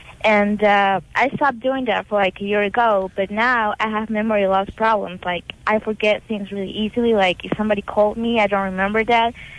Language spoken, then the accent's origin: English; Peru; The thing is that I'm from Peru, so there were places that you could get pills without prescription.